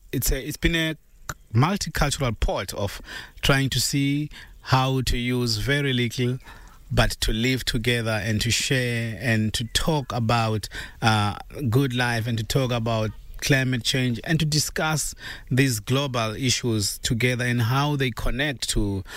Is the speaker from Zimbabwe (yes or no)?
yes; Zimbabwe; All the way from Zimbabwe in Southern Africa.